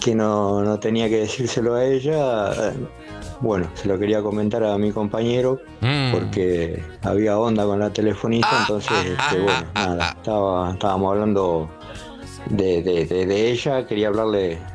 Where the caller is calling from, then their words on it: Lomas de Zamora, Buenos Aires Province, Argentina; de Loma de Zamora.